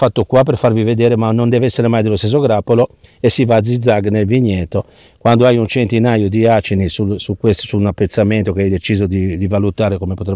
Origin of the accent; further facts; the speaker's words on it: Genoa, Liguria, Italy; ci aggiungo anche da genovese